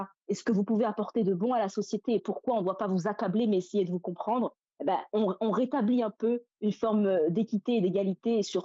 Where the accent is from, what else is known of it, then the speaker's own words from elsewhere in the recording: Martinique, France; nous en tant que Martiniquais, alors on est français par le fait de l'histoire, mais on revendique vraiment notre propre identité.